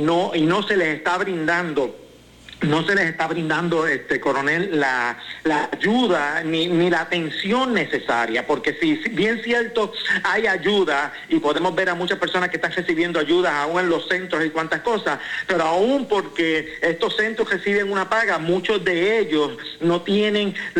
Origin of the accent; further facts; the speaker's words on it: Puerto Rico; a nosotros como puertorriqueños